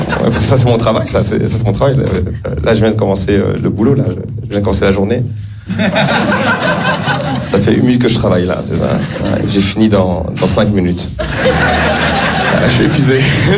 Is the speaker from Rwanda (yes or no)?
yes; Rwanda; Je suis Rwandais. Voilà, je suis fier de mes origines, quoi. Surtout parce que je suis un Rwandais rare